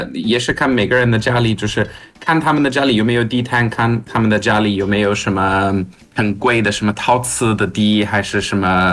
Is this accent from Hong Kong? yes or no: no; Johannesburg, Gauteng, South Africa; Chinese is a second language; moved away as an adult; now in China; 我是在约翰内斯堡长大